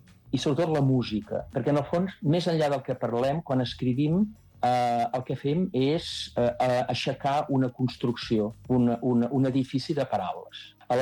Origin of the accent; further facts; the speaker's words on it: Taradell, Catalonia, Spain; només al meu poble de Taradell, doncs ja hi ha dues, diguem-ne, finques que s'han convertit en camps de golf